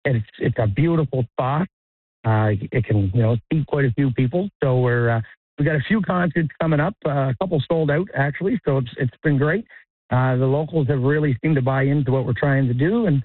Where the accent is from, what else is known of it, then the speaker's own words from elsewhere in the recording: Prince Edward Island, Canada; I'm from Prince Edward Island myself